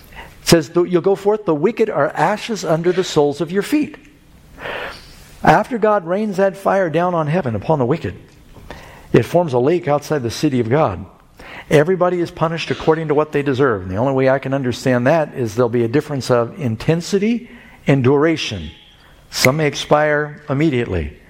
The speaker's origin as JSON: {"language": "English", "town": "New York City", "region": "New York", "country": "United States", "tie": "born or raised there", "said": "When I grew up in New York City, we'd walk out of our apartment."}